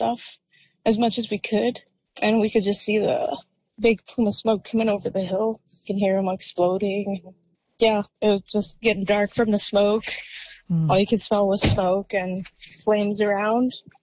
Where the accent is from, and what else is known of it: Penticton, British Columbia, Canada